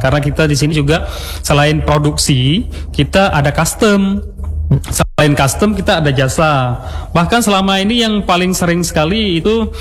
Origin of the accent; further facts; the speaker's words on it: Aceh, Indonesia; kita orang Aceh